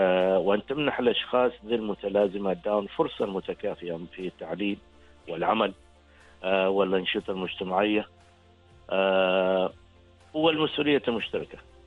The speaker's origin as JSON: {"language": "Arabic", "country": "Oman", "said": "عندنا في سلطنة عمان"}